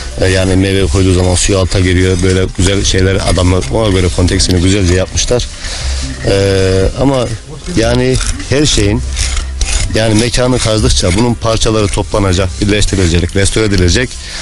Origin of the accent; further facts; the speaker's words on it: Kayseri, Turkey; born there; Ben Bünyan Karakaya doğumluyum